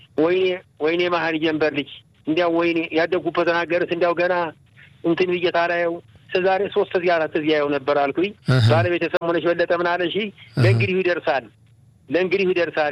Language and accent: Amharic; Gondar, Amhara, Ethiopia; አሁንማ ገና ጎንደር ግባ ስል እንትን ቢልኮን ውጣ ስል እንዲያው ወዴ ተሸበረ ያደኩበት ሀገር ነው ጎንደር